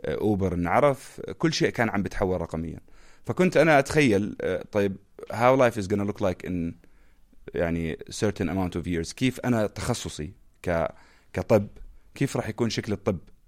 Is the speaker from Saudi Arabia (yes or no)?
no; Irbid Governorate, Jordan; وكنت طالب للطب في جامعة العلوم والتكنولوجيا، محافظتي إربد الأم حبيبة